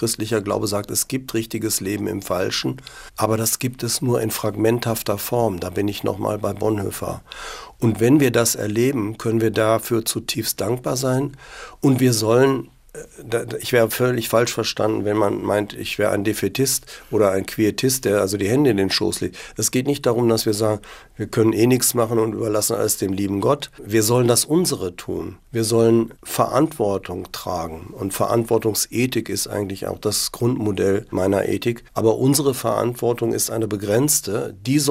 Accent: Germany; moved away as an adult; now in Vienna, Austria; ich stamme aus Deutschland, man hört das ja auch an meiner Aussprache.

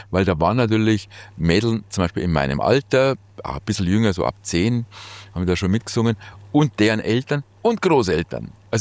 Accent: Bavaria, Germany; Typisch bayerisch an mir ist sicherlich der Dickschädel, an dem manches Orchester schon verzweifelt ist.

